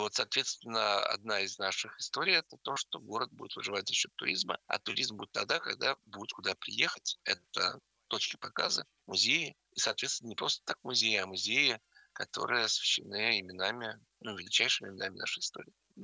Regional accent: Moscow, Russia; now in Bezhetsk, Russia; я москвич, я приехал в Бежецк, и это город уникальный в России.

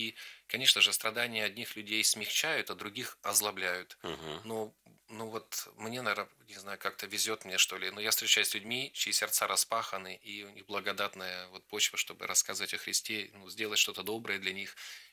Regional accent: Irkutsk, Irkutsk Oblast, Russia; Донецк мне напоминает мой родной город Иркутск, я сам в Сибири, жил на окраине Иркутска, частный сектор.

